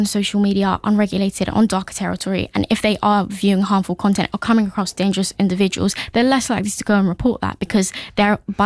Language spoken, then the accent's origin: English; London, United Kingdom; also born or lived in Hackney; So I grew up in Waltham Forest. I spent some parts of my childhood in Hackney also.